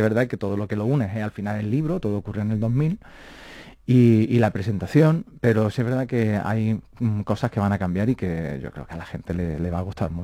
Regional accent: Baeza, Andalusia, Spain; born there; en mi pueblo, en Baeza.

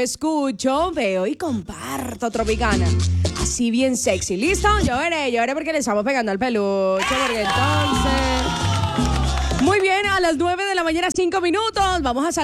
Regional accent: Garzón, Huila, Colombia; yo soy de allá del municipio de Garzón

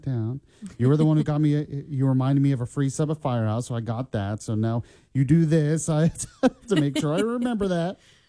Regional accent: Florida, United States; I grew up with Publix because I grew up in Florida, and that's where they started.

